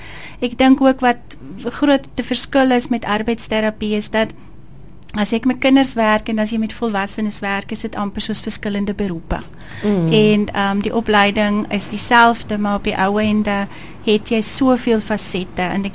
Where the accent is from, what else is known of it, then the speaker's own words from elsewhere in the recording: Zurich, Switzerland; Afrikaans is a second language; moved away as an adult; now in Oudtshoorn, South Africa; ek is oorspronkelijk van Switserland, julle gaan het ook hoor om my dialek, so soms raak ek een bykie, sê die mense, waar kom jy vandaan, uit die Karoo uit, of uit in Amakwaland, of ek weet nie waar nie, maar ek kom eindelijk uit van Zurich